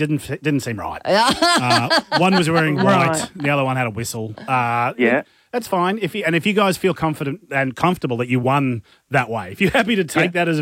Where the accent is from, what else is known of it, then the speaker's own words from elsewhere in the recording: Queensland, Australia; Yes, they are from Wollongong and we are from Queensland.